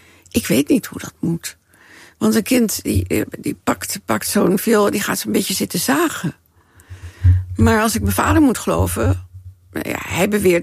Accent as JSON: {"language": "Dutch", "town": "Haarlem", "region": "North Holland", "country": "Netherlands", "tie": "born or raised there", "said": "Maar ik ben in Haarlem geboren."}